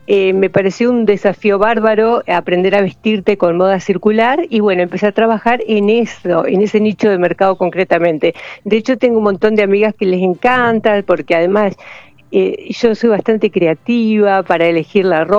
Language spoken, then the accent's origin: Spanish; Santa Fe, Argentina; moved away as an adult; de hecho me vine de Santa Fe a estudiar comunicación aquí